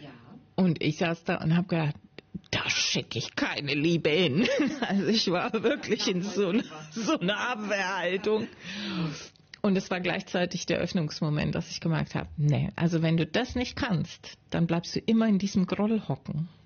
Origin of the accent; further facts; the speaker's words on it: Nuremberg, Bavaria, Germany; born there; moved away as an adult; ich bin in Nürnberg geboren